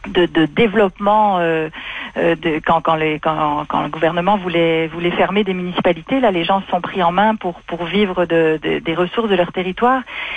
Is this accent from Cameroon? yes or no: no; Belgium; now in Témiscouata, Canada; pour une Belge comme moi